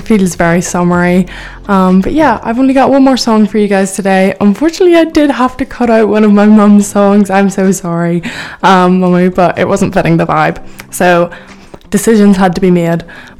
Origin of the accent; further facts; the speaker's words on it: Ireland; now in Cambridge, United Kingdom; being an Irish girl, I burn very easily